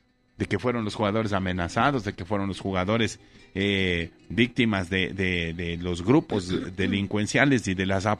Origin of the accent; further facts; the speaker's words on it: Ecuador; Seguimos en la tremenda delincuencia nosotros como ecuatorianos también.